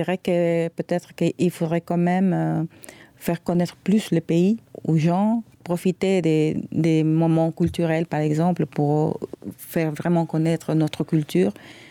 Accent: Ecuador; moved away; Je disais que je venais d'Équateur, ils croyaient que c'était de l'Afrique.

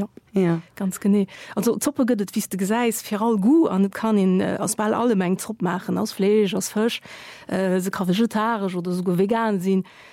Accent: Portugal; Aber ja, wie ich als Portugiesin, ich bin auch so, weißt du, wie du, ich bin am Anfang mal Zoppen abgewusst.

